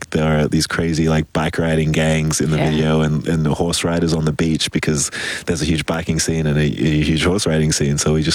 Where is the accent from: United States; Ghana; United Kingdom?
Ghana; moved away; So it was my first time going back to my home country as an adult and, you know, seeing it with fresh eyes outside of the supervision of my parents.